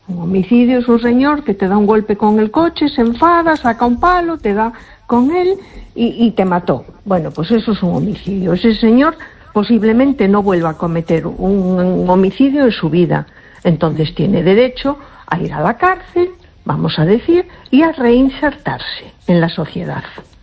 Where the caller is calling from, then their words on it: A Coruña, Galicia, Spain; de Coruña.